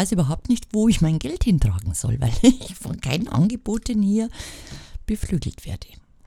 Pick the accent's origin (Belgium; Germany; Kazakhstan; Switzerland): Germany; Bavaria; wie sagt man bei uns in Bayern, geschlampert.